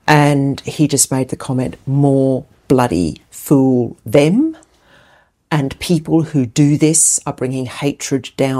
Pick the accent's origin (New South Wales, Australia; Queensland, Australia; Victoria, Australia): Queensland, Australia; my home state of Queensland.